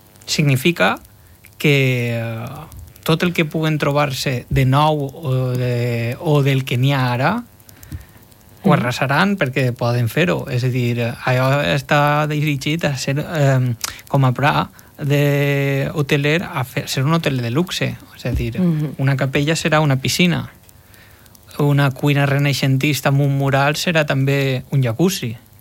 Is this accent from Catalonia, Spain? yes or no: no; Gandia, Valencian Community, Spain; jo soc de Gandia